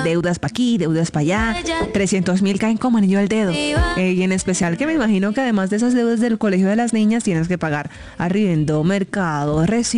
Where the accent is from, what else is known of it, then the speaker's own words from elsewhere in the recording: Caribbean Region, Colombia; now in Bogotá, Colombia; ¡Yo soy costeña! ¡Ya me cachaquecé!